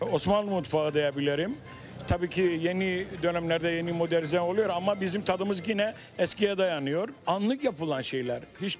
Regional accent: Kos, South Aegean, Greece; Tabii ki biz KOS Adalı veya ben İstanköylü olarak çok isterim buradaki turizm en çok Türk ağırlıklı olsun.

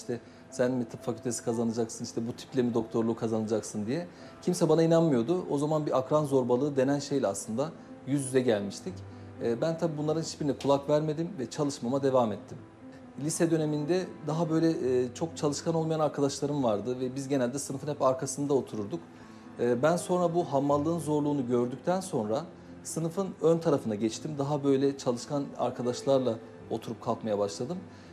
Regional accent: Gaziantep, Turkey; Gaziantep'te yaz tatillerinde genelde erkek çocuklar evde oturtulmaz ve bir yerlerde çalışmaya verilir. Benim de çocukluğum aslında öyle geçti.

